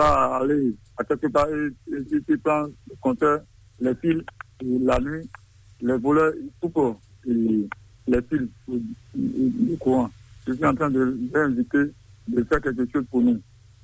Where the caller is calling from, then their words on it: Adjarra, Ouémé, Benin; J'appelle de Porte-Novo, commune d'Adjara, arrondissement Marie, quartier Yagé.